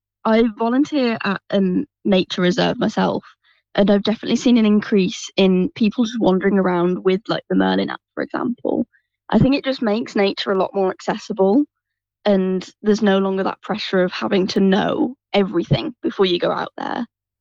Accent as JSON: {"language": "English", "region": "West Midlands", "country": "United Kingdom", "tie": "born or raised there", "said": "Growing up in the West Midlands with all the canals, I'd wander around"}